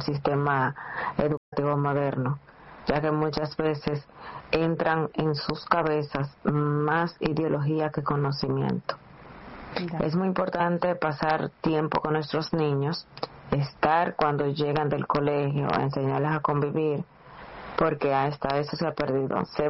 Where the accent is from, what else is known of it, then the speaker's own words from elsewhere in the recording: Dominican Republic; now in United States; soy dominicana, pero resido en los Estados Unidos.